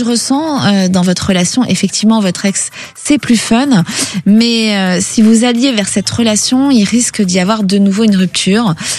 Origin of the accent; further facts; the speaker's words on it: Antibes, Provence-Alpes-Côte d'Azur, France; moved away; 06, Antibes. Oh là là, qu'est-ce que je connais bien Antibes. J'y ai passé toute mon enfance.